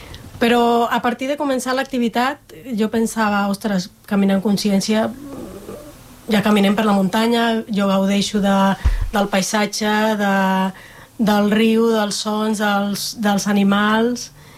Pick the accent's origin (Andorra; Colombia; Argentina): Colombia; now in Spain